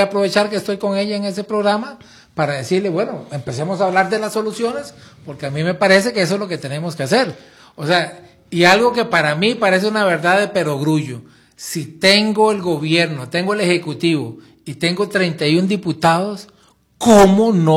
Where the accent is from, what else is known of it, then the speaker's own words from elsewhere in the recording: Costa Rica; como costarricenses no perdemos mucho con eso.